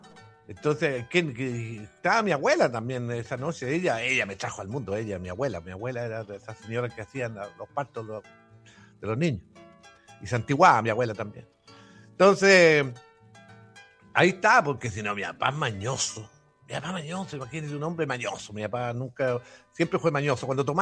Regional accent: San Clemente, Maule, Chile; born there; Venido también de parte de San Clemente, no tan solo de acá, de Talca, porque yo nací en el Fundo San Miguel Abajo. Nací yo en el Fundo San Miguel Abajo, ahí esa noche nací yo. Un 25 de noviembre de 1959

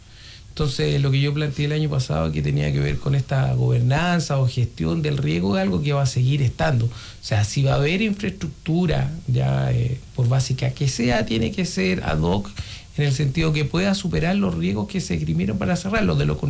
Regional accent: Santiago, Santiago Metropolitan, Chile; Yo la verdad que vengo de Santiago, un turista más si se quiere, un afuerino, sí.

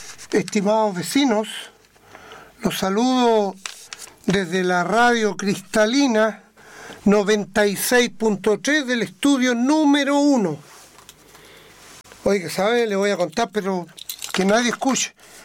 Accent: Chile; Nosotros que somos chilenos

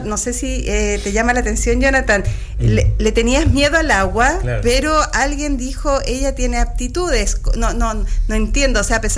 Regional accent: Santiago, Santiago Metropolitan, Chile; now in Los Ángeles, Chile; Bueno, yo no soy de Rancagua, de Santiago, pero igual ya me siento una angelina más.

